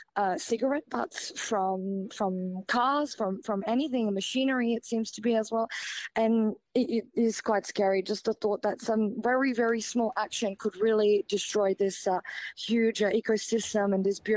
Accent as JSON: {"language": "English", "country": "Australia", "said": "And I'm actually not a stranger to wildfires, because I'm Australian."}